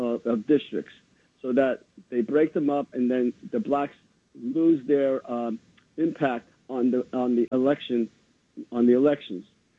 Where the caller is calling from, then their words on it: Queens, New York, United States; from Queens.